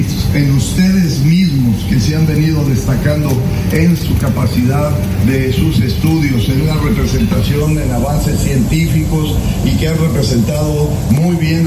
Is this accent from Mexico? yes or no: yes; Tamaulipas, Mexico